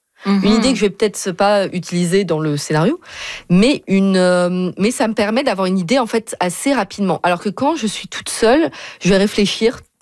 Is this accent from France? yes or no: yes; France; en tout cas moi je viens de France.